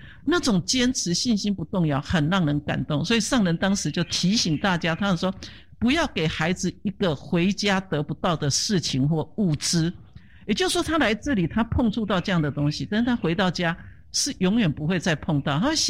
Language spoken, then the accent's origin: Chinese; Taiwan; 我们台湾人的确天天洗澡